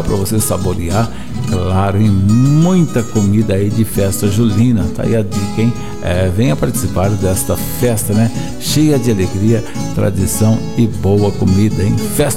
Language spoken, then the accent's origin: Portuguese; Santo Antônio da Platina, Paraná, Brazil; sou de Santo Antônio da Platina, Paraná.